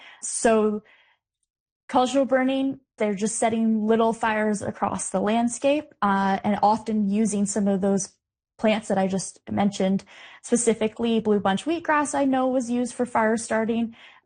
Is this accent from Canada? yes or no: yes; Ontario, Canada; I grew up on Georgian Bay